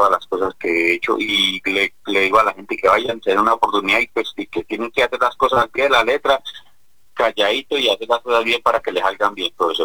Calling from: Pesca, Boyacá, Colombia; lo estoy llamando de Pesca Boyacá

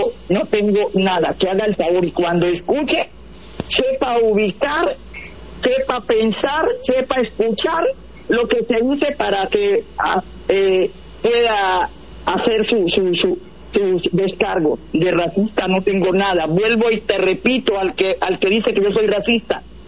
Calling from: Istmina, Chocó, Colombia; Soy negra como la persona que dice que yo soy racista. Yo soy ismineña, yo soy chocuana, yo soy colombiana.

